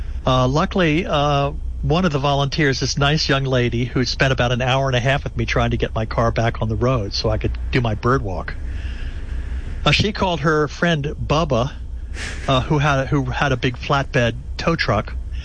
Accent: Bethesda, Maryland, United States; I'm from Bethesda, Maryland.

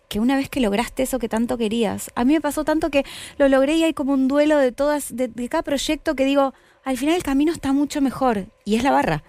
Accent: La Plata, Buenos Aires Province, Argentina; me venía a estudiar a Buenos Aires, yo soy de La Plata

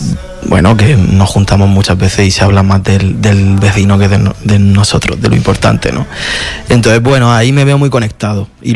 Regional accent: Region of Murcia, Spain; now in Madrid, Spain; Cuando yo llegué a Madrid, de Murcia, para estudiar el máster de cine, que fue también un poco carambola por una beca, yo no me pensaba dedicar a esto. Ahí en Murcia, bueno, a día de hoy estamos mejor

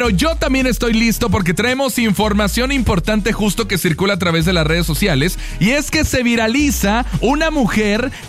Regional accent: Mexico; Y nosotros somos mexicanos desde toda la vida, Laura G. Hoy yo soy mexicano y el jueves también soy mexicano.

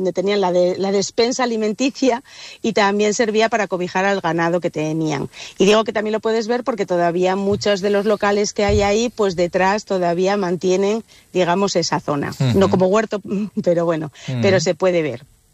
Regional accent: Avilés, Asturias, Spain; muchos de los que somos de Avilés y vivimos en Avilés

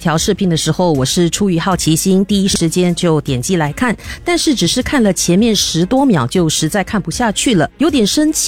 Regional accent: Singapore; 我们作为新加坡人应该清楚地意识到这个现象

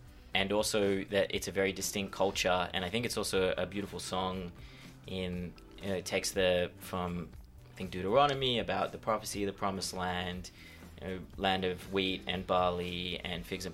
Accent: Australia; I say, I'm Australian. He goes, I seen your face, you're Yemeni, you're Temeni. I say, yeah, my father's family from Yemen.

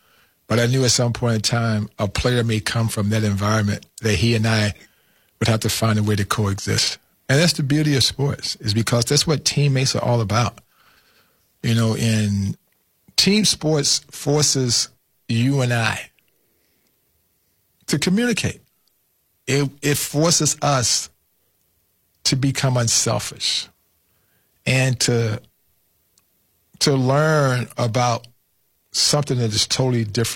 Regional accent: Flint, Michigan, United States; You know, I'm a kid from Flint, Michigan, dreaming of one day of leaving, you know, the neighborhood of Rosedale and Selby Avenue, you know, to play in a place that was bigger.

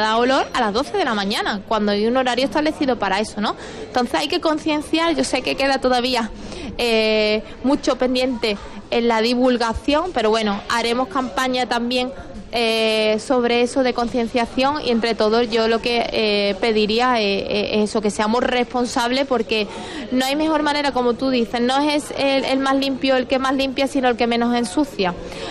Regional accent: Huelva, Andalusia, Spain; como se come en Huelva, que somos la despensa de Europa

